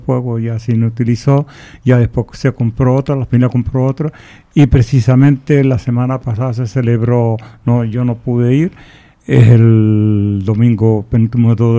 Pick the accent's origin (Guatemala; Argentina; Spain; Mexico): Spain; Tejeda, Canary Islands; en el mismo pueblo, la casa donde yo nací